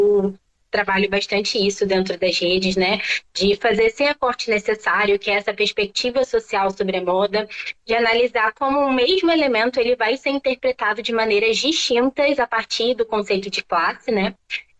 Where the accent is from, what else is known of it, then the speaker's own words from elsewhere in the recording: Rio de Janeiro, Brazil; Eu sou aqui do Rio de Janeiro, da Zona Oeste, mais especificamente de Bangu. Então aqui é um território muito quente, tá?